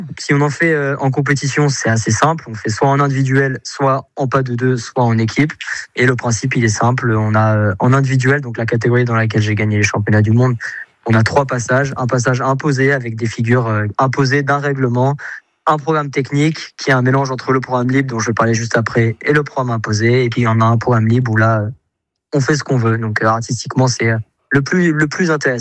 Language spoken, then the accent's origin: French; Saint-Hilaire-Bonneval, Nouvelle-Aquitaine, France; also born or lived in Lille / Le Mans; now in Saumur, France; Je suis né à Lille, j'ai grandi à Saint-Hilaire-Bonneval. Et puis, je me suis déplacé pour le sport au Mans, où je suis resté quelques années. Et maintenant, je suis à Saumur